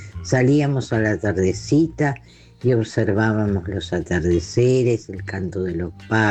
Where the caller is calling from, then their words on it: Ezeiza, Buenos Aires Province, Argentina; de Ezeiza.